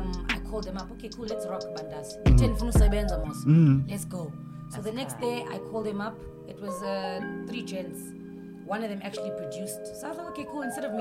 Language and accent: English; Eastern Cape, South Africa; I'm from Eastern Cape